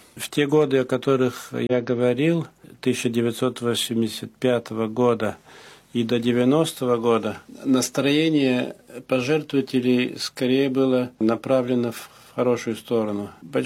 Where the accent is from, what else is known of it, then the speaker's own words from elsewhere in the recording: France; also born or lived in Moscow, Russia / Athens, Greece; Я родился во Франции и всегда там жил, за исключением 3 лет, которые я проживал в Москве